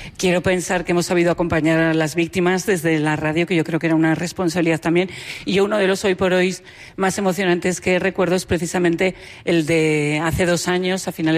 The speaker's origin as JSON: {"language": "Spanish", "town": "Pamplona", "region": "Navarre", "country": "Spain", "said": "soy de Pamplona"}